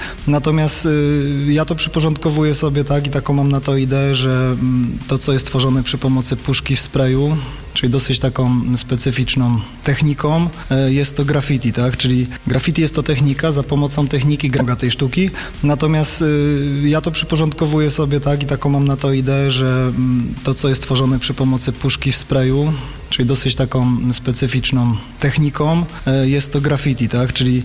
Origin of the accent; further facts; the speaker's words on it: Silesian Voivodeship, Poland; u mnie ta kultura hip-hop zespoiła się z naszą kulturą beskidzką bardzo mocno. Ja jako dzieciak tańczyłem w zespole regionalnym i przy tym wszystkim, co mówiliśmy, co się działo w latach 90. na polskich osiedlach i tutaj u nas też na południu Polski.